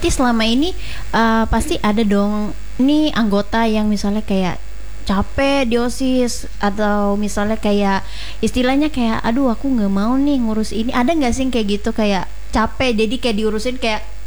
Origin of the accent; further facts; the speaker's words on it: Tangerang, Banten, Indonesia; Aku SMA 2 di Kota Tangerang.